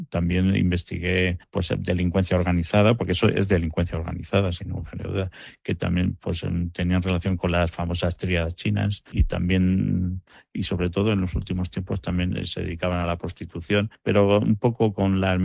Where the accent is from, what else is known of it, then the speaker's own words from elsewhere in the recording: Alcázar de San Juan, Castilla-La Mancha, Spain; born there; decimos que los de mi pueblo, Alcázar de San Juan, somos línea dura